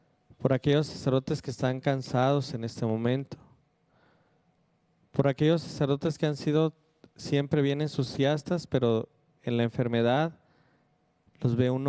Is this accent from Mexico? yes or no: yes; Chihuahua, Mexico; como lo es el caso de la diócesis de Tarahumara, de Chihuahua, de donde vengo